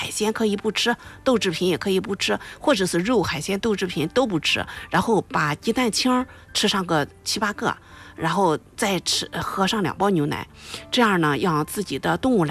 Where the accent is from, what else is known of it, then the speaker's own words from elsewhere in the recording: Shandong, China; 你比如说我们山东人会喜欢吃酱是吧